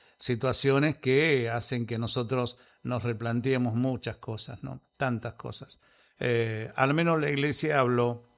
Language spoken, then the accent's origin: Spanish; Argentina; lo que está pasando en nuestro país